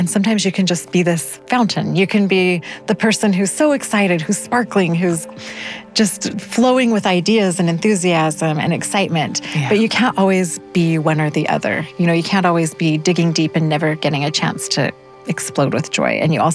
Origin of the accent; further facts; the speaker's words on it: Utah, United States; moved away; also born or lived in upstate New York; So I grew up in Southern Utah, which is very non-hydrated.